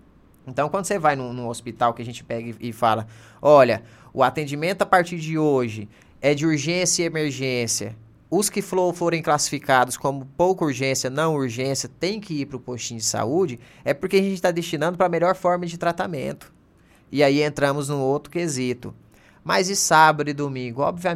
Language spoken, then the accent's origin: Portuguese; Goiânia, Goiás, Brazil; eu sou lá de Goiânia, agora temos a temporada de praia.